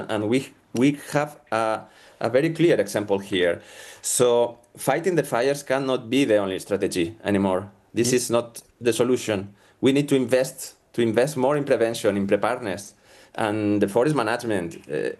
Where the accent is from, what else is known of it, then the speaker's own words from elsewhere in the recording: La Vall d'Uixó, Valencian Community, Spain; English is a second language; in my hometown, in La Vall d'Uixó